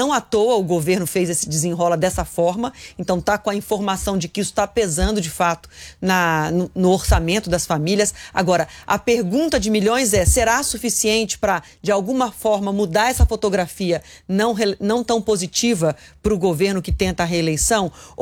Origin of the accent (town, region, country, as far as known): Minas Gerais, Brazil